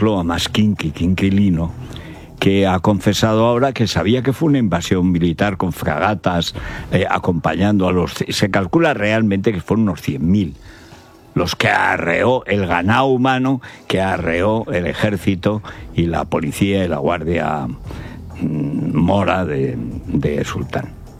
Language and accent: Spanish; Aragon, Spain